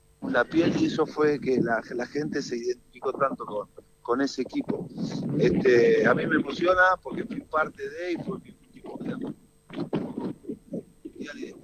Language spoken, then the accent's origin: Spanish; Argentina; yo quería que Argentina sea campeón, como muchos argentinos